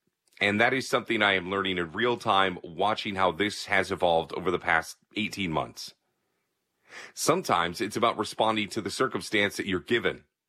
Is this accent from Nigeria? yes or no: no; Canada; Because as a Canadian, I want to begin by saying plainly, this is not what we wanted.